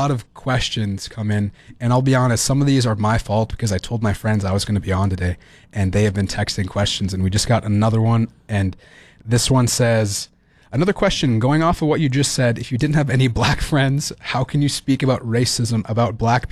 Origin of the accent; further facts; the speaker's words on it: Oakes, North Dakota, United States; You know, I'm from Oaks, North Dakota. I've said that before on here. If any of you guys know where Oaks is, it's a small community. We have about 2,000 people in Oaks, roughly, give or take.